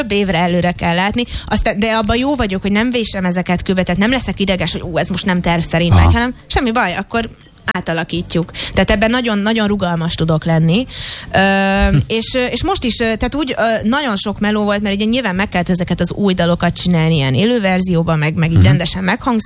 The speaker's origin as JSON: {"language": "Hungarian", "country": "Hungary", "said": "magyar vagyok"}